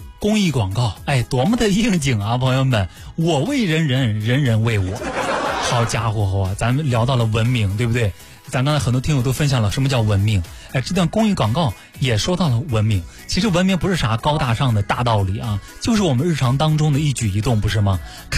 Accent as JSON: {"language": "Chinese", "town": "Xuzhou", "region": "Jiangsu", "country": "China", "said": "咱云龙湖对头去，其实都是我们属于徐州人的专属仪式感。"}